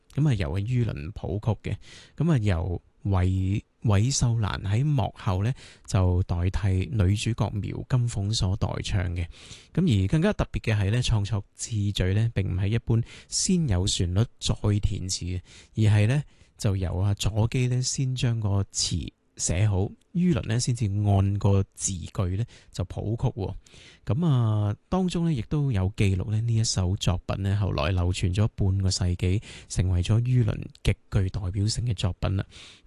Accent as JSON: {"language": "Cantonese", "country": "Hong Kong", "said": "我哋香港人"}